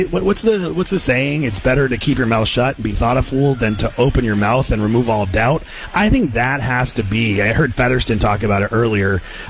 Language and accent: English; Maine, United States; And no, I'm from Maine. I'm from Maine. We don't say Woburn.